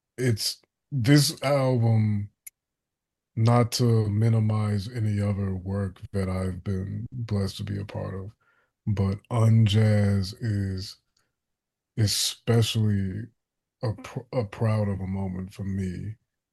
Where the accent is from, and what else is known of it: Richmond, Virginia, United States; born or raised there